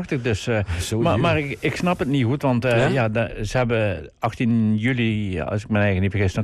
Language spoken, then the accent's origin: Dutch; North Brabant, Netherlands; accent: plat Brabants; first language Brabantian; Ik kan alleen maar plat Brabants en een klein beetje in Nederlands.